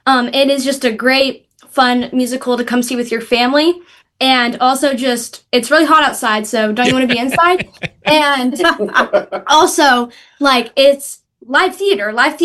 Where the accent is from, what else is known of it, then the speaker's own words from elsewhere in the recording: Oklahoma, United States; I am born and raised.